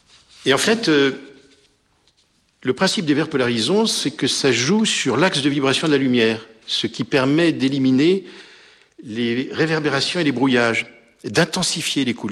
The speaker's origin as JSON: {"language": "French", "town": "Annecy", "region": "Auvergne-Rhône-Alpes", "country": "France", "said": "moi je viens d'Annecy."}